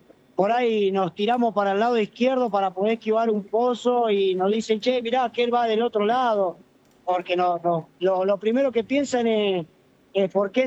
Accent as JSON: {"language": "Spanish", "town": "Rosario", "region": "Santa Fe", "country": "Argentina", "tie": "born or raised there", "said": "No, soy nacido y criado en Rosario, Santa Fe. Por ahí hablo un tiro, unas palabritas del salteño, pero..."}